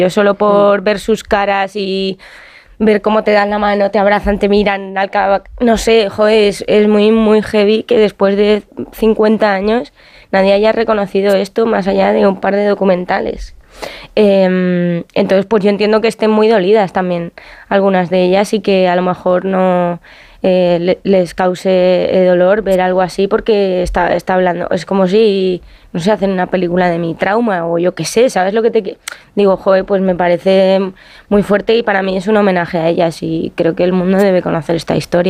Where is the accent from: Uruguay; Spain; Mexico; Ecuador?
Spain; Madrid, Community of Madrid; viví una adolescencia en la que yo también que soy de Madrid